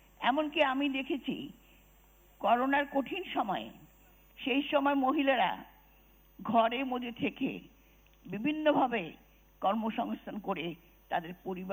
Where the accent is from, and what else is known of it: Bangladesh